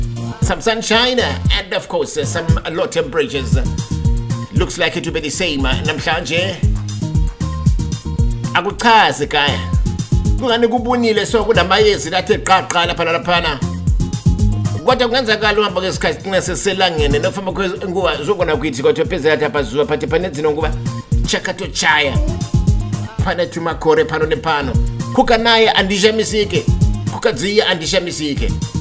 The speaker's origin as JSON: {"language": "English", "country": "Zimbabwe", "tie": "born or raised there", "said": "Yes, that's where everything started, because that's where I was born and bred and educated. So, naturally, that's my home country."}